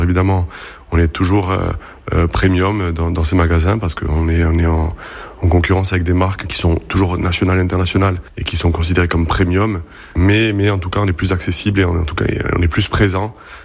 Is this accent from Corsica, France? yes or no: yes; Biguglia, Corsica, France; Moi, je suis de Biguglia, donc j'ai grandi à Biguglia